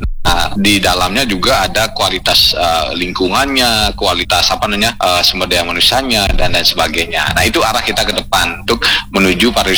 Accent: Bali, Indonesia

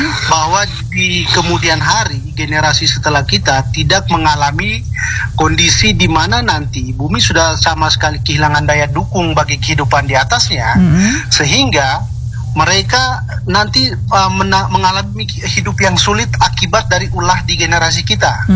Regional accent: Flores, East Nusa Tenggara, Indonesia; kita orang Flores

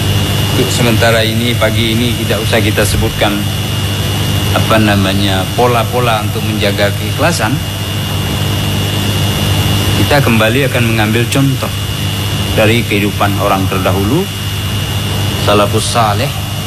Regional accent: Aceh, Indonesia; dipok-pok bahasa kita orang Aceh, tertidur istri.

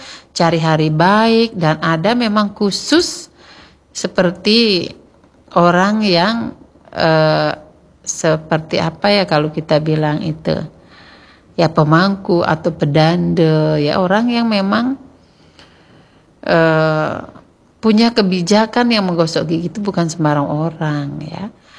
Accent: Bali, Indonesia; Sama dengan kita, kalau kita orang Bali Hindu

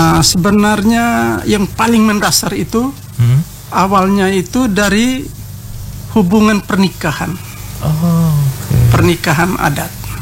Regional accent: Wolotopo, East Nusa Tenggara, Indonesia; Macam kami di Wolotopo, misalnya saya suku Atarobo

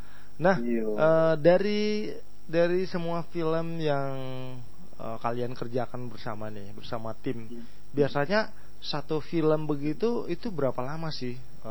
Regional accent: Kewar, Indonesia; Wow, itu kampung saya tuh.

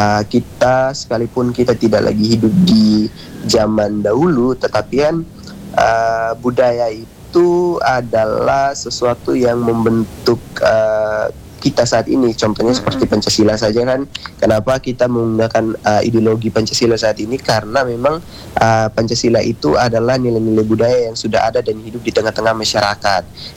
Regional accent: Raijua Island, East Nusa Tenggara, Indonesia; Saya lahir dan besar di Pulau Rejua, sebuah pulau kecil yang kaya akan budaya dan nilai-nilai kehidupan. Sejak kecil saya hidup berdampingan dengan adat, tradisi, dan kearifan lokal.

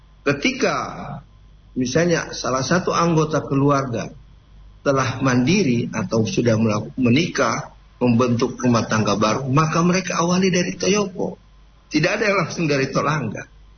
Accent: Gorontalo, Indonesia; Pada dasarnya kan dalam konteks kita sebagai orang Gorontalo dengan falsafah adat bersenikan sara bersenikan kita pula

